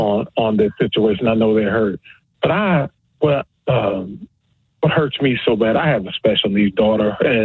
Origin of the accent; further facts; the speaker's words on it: DeSoto County, Mississippi, United States; we grew up in DeSoto County.